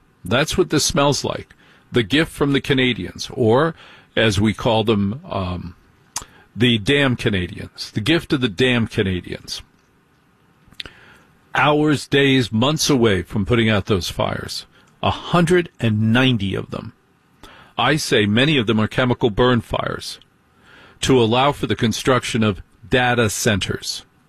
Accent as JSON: {"language": "English", "region": "New Jersey", "country": "United States", "tie": "born or raised there", "said": "I grew up in New Jersey."}